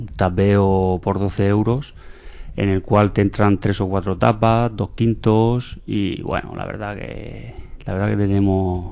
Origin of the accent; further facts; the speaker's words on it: Benejúzar, Valencian Community, Spain; yo soy de Benejúzar